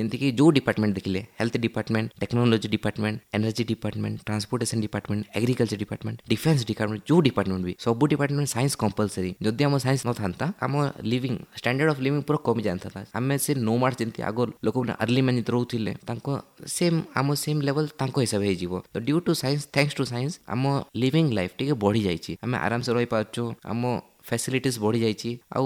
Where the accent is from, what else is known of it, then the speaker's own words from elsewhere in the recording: Bhawanipatna, Odisha, India; ଆଉ ମୁଁ ଭବାନୀପାଟଣାର pure local.